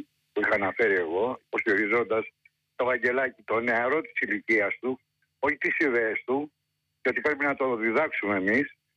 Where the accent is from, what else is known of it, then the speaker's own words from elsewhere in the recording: Kypseli, Attica, Greece; και είμαι από την Κυψέλη.